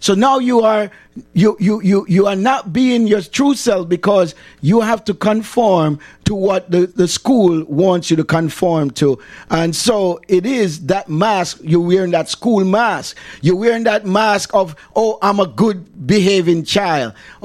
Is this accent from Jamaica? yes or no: yes; Jamaica; I'm a Jamaican, I'm a Caribbean